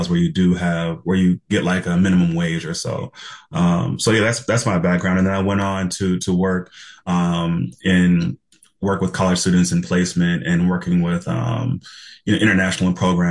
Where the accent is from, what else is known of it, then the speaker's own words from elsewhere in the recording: Tennessee, United States; also born or lived in London; now in New York, United States; I'm a member of the December 12th movement. I'm originally from Tennessee, but I've been in New York for about 10 years now.